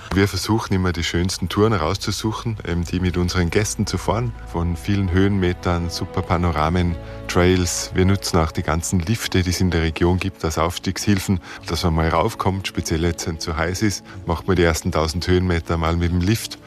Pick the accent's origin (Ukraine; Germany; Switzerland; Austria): Austria; Oberndorf in Tirol, Tyrol; Bin hier in der Gegend in Oberndorf bei St. Johann groß geworden, habe fast immer da gelebt.